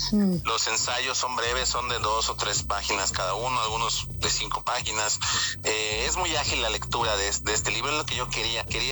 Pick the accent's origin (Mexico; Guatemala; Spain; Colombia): Mexico; Mérida, Yucatán; moved away; decir que soy de Mérida